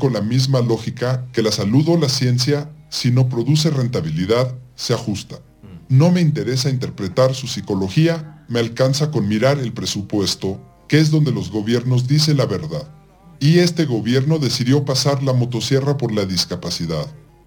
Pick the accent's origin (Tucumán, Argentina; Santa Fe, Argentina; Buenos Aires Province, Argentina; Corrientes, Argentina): Buenos Aires Province, Argentina; Tigre; por ser de Tigre también van a pensar que soy amigo de Caruso Lombardo.